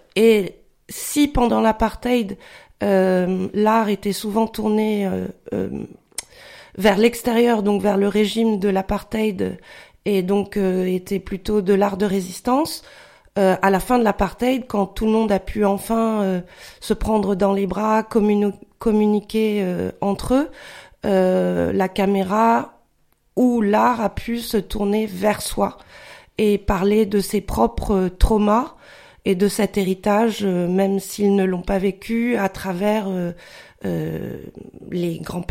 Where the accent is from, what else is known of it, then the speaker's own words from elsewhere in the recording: Caen, Normandy, France; born there; Mon papa est ch'ti, ma maman est de Tokyo, et je suis née à Caen, donc je suis une ch'tit normande japonaise.